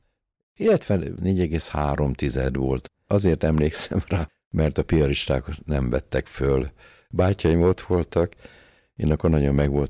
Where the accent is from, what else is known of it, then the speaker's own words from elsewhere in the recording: Budapest, Hungary; Várban nőttünk föl. Most a vár az egy akkora nagy játszótér, a Halászbástya egyik oldalon, másik oldalon a Tóth Árpád sétány, a gyönyörű kilátás a Budára, a budai kis dombokra.